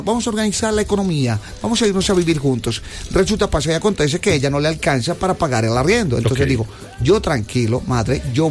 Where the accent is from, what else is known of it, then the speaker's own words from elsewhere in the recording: Brazil; born there; Spanish is a second language; De segundo lugar, Brasil, obviamente, porque fue el país donde yo nací.